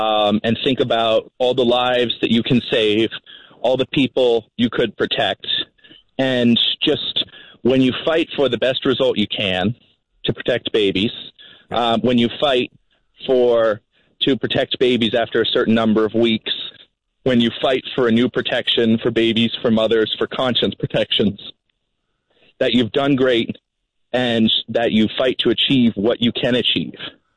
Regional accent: Virginia, United States; That's the case in my home state of Virginia.

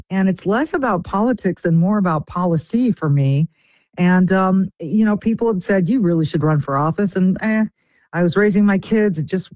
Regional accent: California, United States; I was the youngest of four kids growing up in Southern California. My dad was an aerospace engineer, which is all the aerospace industries were in Southern California. And my parents were Depression-era kids.

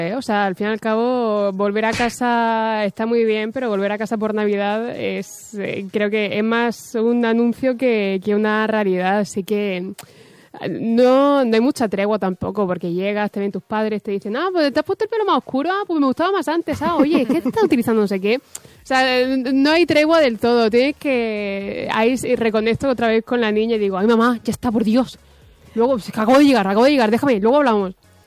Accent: Cartagena, Region of Murcia, Spain; now in Madrid, Spain; me vuelvo a Cartagena

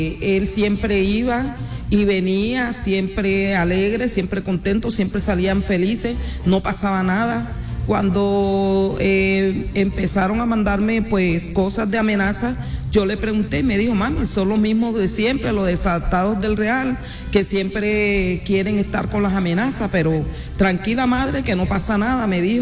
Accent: Cartagena, Bolívar, Colombia; yo soy cartagenera.

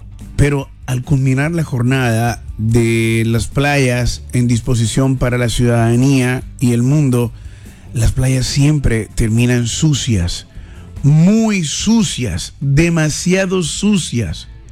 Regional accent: Cartagena, Bolívar, Colombia

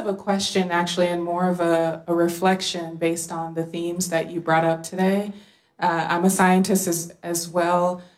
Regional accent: Guinea; So I'm West African in origin. I'm from Guinea.

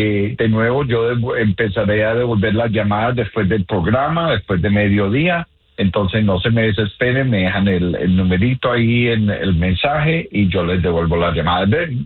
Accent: Colombia; now in United States; Soy originalmente de Colombia, Sudamérica.

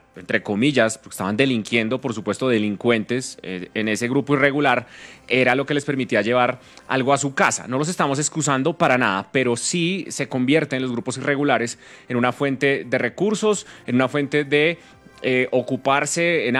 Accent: Colombia; Y entonces eso nos pone a cuestionarnos como colombianos

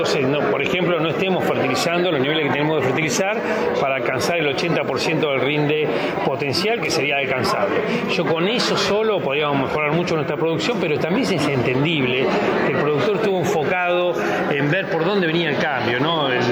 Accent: Argentina

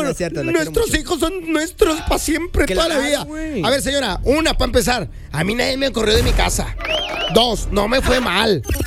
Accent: Mexico; Sí se me nota la cara, güey, de que soy bien mexicano.

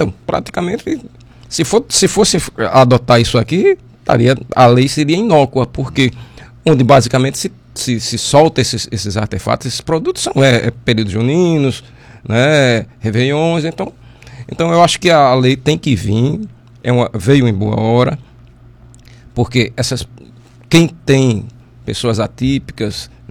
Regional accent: Brazil; Somos brasileiros

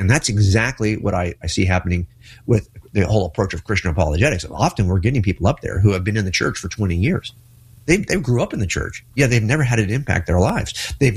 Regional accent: California, United States; Yeah, I'm a Californian, but you know, to be honest, I could move to Arizona.

